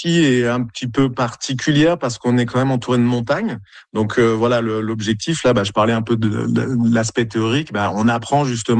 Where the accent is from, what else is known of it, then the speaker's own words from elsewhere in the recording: France; moved away as an adult; now in Yukon, Canada; Alors moi, donc je suis français. Moi, ça fait depuis 16 ans que je fais du paramoteur. Et puis, ça fait 4 ans et demi que je suis dans le Yukon.